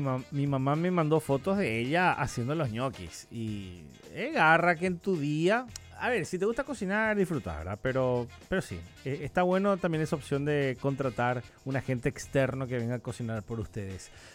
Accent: Paraguay

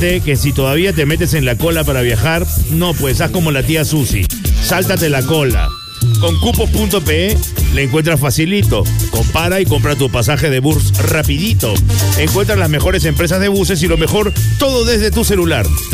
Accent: Iquitos, Loreto, Peru; Un saludo a mis hermanos de Iquitos.

